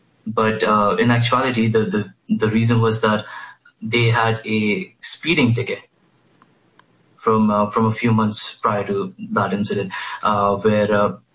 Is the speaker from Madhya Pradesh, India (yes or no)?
yes; Bhopal, Madhya Pradesh, India; English is a second language; moved away as an adult; now in United States; I grew up in Bhopal, in India, so that's where I'm originally from. And I finished my high school, and for my bachelor's, I came to the U.S. when I was 17, and this was back in 2022.